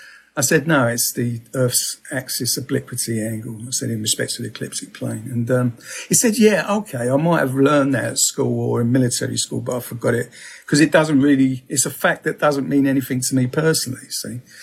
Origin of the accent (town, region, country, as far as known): Peckham, London, United Kingdom; born or raised there; accent: Southeast London